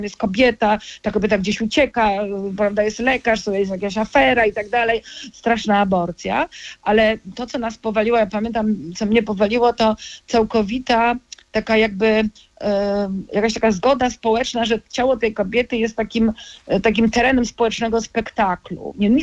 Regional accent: Poland; moved away; pochodzę z Polski południowo-wschodniej

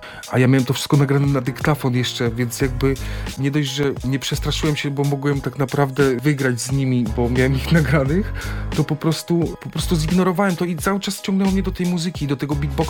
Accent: Łódź, Łódź Voivodeship, Poland; born or raised there

